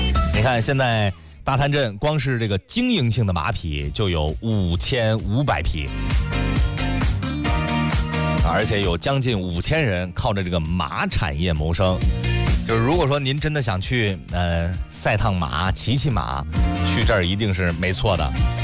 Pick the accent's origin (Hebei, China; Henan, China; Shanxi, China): Hebei, China